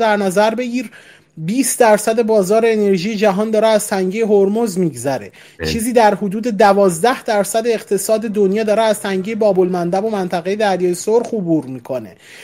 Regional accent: Iran; من به عنوان یه ایرانی

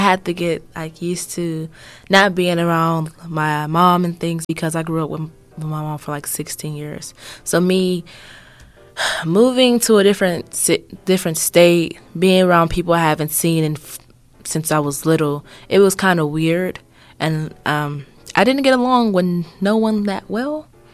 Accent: Flint, Michigan, United States; moved away as an adult; Well, then, I honestly just want to go back to my hometown, Flint, Michigan.

